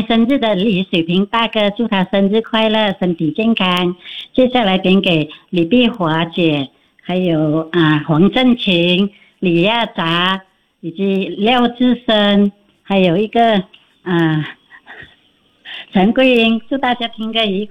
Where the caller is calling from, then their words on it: Weinan, Shaanxi, China; 我是来自渭南高烟的